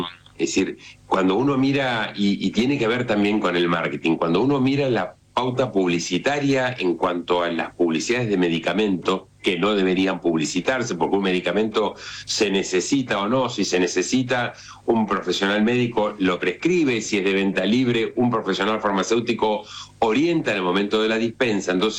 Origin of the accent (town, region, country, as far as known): Argentina